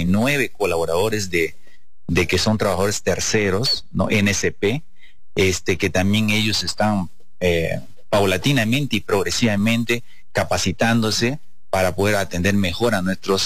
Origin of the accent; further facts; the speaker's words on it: Tarapoto, San Martín, Peru; now in Cajamarca, Peru; Yo soy de San Martín, para ser exacto, de Tarapoto.